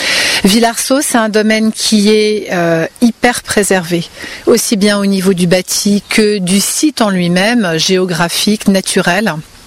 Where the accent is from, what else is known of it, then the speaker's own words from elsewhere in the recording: Auvers-sur-Oise, Île-de-France, France; now in French Vexin, France; Je suis née dans le Val-d'Oise, j'ai grandi à Auvers-sur-Oise.